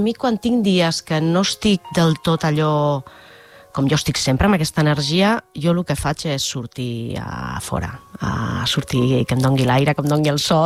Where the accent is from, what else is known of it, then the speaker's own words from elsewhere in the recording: Terrassa, Catalonia, Spain; born there; jo vaig néixer a Terrassa, soc terrassenca, fa gairebé ja, aviat 51 anys, ni més ni menys.